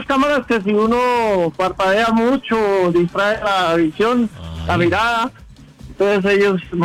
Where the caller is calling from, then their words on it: Bogotá, Colombia; Yo vivo en Bosa